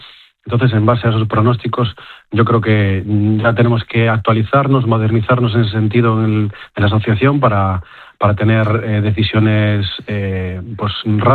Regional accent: Galicia, Spain; yo vengo de Galicia

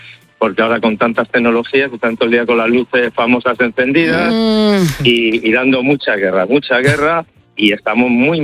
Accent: Madrid, Community of Madrid, Spain; born there; moved away as an adult; now in Talavera de la Reina, Spain; Yo soy de Madrid. Además de cerca de donde vive El Pulpo, que hemos estudiado en el mismo colegio.

